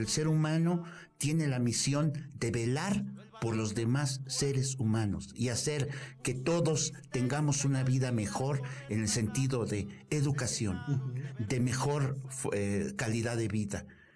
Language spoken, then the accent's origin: Spanish; Mexico; nosotros venimos de una generación en que todavía se preocupaba por ser mexicanos y nos sentíamos orgullosos de ser mexicanos